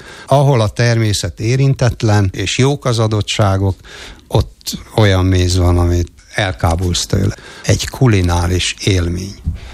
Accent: Hungary; 60 éve vidéken nőttem fel egy paraszt családban

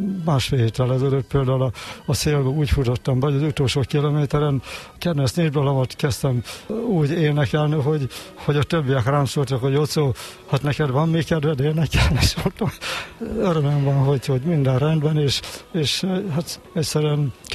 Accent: Hajdú-Bihar, Hungary; born there; a születésem körülményei nagyon foglalkoztattak pár évvel ezelőtt, hogy a Hortobágyon a pusztába beleszületne, ahol se víz, se villany

